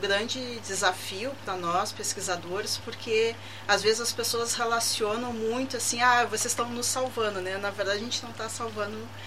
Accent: Pelotas, Rio Grande do Sul, Brazil; Eu, como pelotense, mulher negra

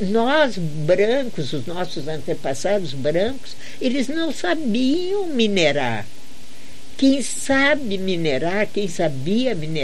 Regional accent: Brazil; todos nós que somos brasileiros

